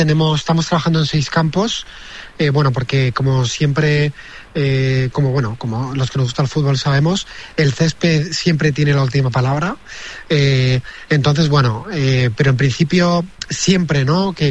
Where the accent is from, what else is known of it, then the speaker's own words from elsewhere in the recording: Valencia, Valencian Community, Spain; La verdad es que ya es una tierra que siento como mía, la verdad. Es mi segunda casa. Yo soy de Valencia, pero por la organización de este campeonato y otros motivos paso bastante tiempo en esta tierra